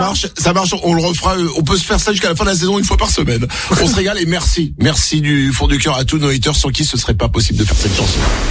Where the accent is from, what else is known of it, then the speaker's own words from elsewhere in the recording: France; je suis français